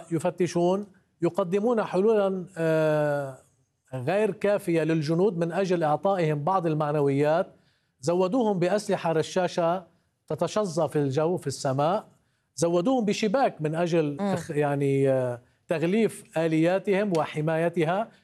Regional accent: Roumine, Nabatieh Governorate, Lebanon; في قريتي تحديدا، واسمها رومين وهي قضاء النبطية.

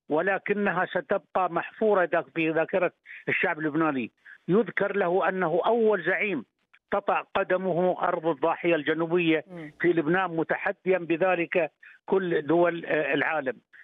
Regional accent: Qatar; نحن كقطريين نفخر بمثل هذا القائد العظيم

